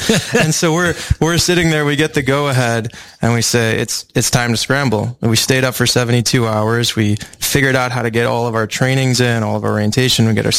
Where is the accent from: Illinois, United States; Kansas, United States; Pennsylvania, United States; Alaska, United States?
Illinois, United States; Chicago; So I was born and raised in Chicago.